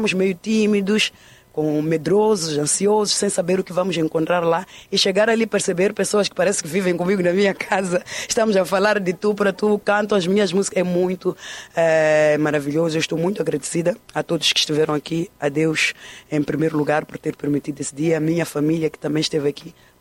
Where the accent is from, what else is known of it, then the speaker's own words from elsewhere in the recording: Mozambique; aquilo que nos dita que nós somos enquanto moçambicanos e artistas.